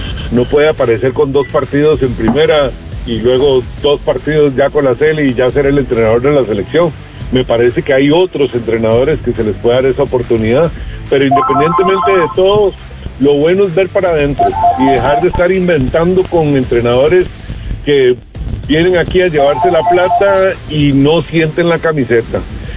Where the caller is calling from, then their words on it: San José, Costa Rica; de San José.